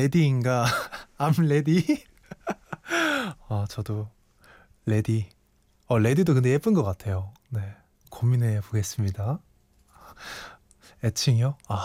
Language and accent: Korean; Cheonan, South Chungcheong, South Korea; born there; 충청남도 천안에서 태어났고요. 02년생입니다.